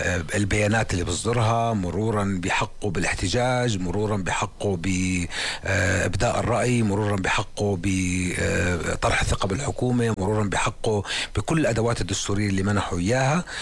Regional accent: Zarqa, Zarqa Governorate, Jordan; أنا من الزرقاء

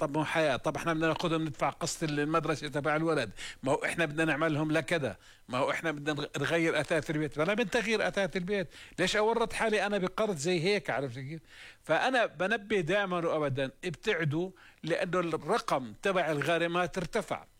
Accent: Jordan; نحن كأردنيين كمجتمع أردني

